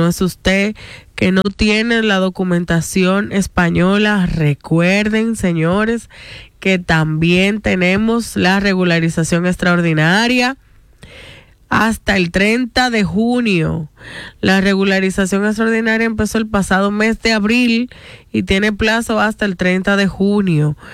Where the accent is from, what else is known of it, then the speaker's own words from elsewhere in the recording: Dominican Republic; Soy dominicana, señores.